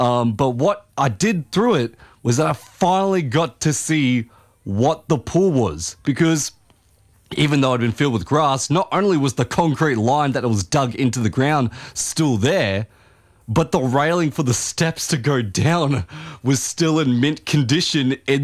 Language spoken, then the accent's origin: English; Central Coast, New South Wales, Australia; moved away; I went back to my hometown of the Central Coast